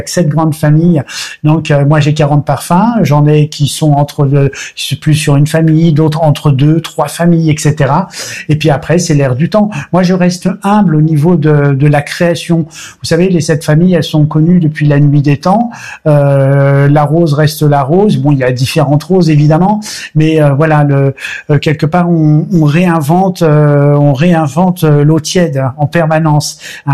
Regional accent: Toulon, Provence-Alpes-Côte d'Azur, France; now in Namur, Belgium; j'ai une enfance plutôt française, je suis né à Toulon, et comme vous venez de le dire, mon père était sous-marinier, et comme vous venez de le dire, mes origines sont bretonnes.

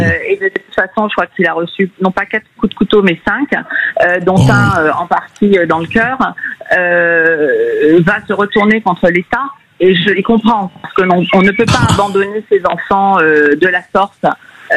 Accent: France; Moi, je suis française

